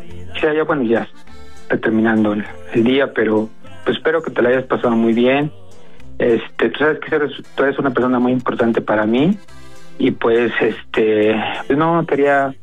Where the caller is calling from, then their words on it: Toluca, State of Mexico, Mexico; Aquí en Toluca